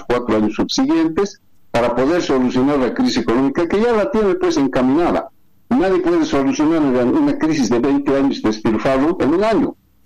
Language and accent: Spanish; Bolivia; Yo, como usted y muchos bolivianos y casi todos los bolivianos, somos mestizos.